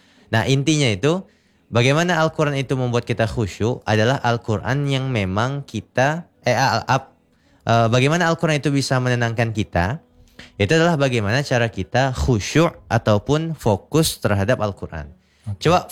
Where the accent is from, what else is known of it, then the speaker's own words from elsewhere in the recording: Rengat, Riau, Indonesia; di kampung kami di Rengat Indragiri Hulu